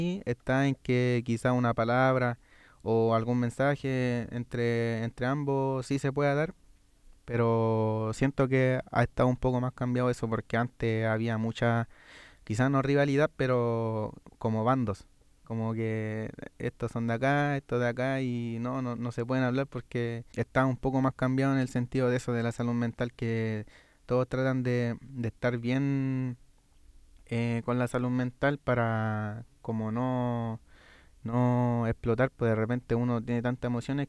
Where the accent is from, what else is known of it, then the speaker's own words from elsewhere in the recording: Chile; Entonces, es fome ver eso si somos todos chilenos.